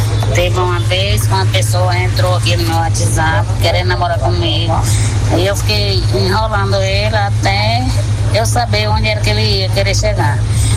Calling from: São Nascente, Brazil; sou da cidade de São Nascente

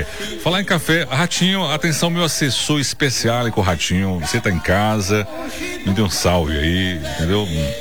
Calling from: Queimada Grande, Brazil; sou de Queimada Grande, município de Banzaí, moro aqui em São Paulo

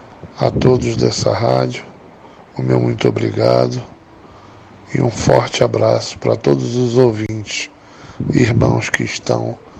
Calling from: Brasília, Federal District, Brazil; Eu moro em Brasília há 32 anos.

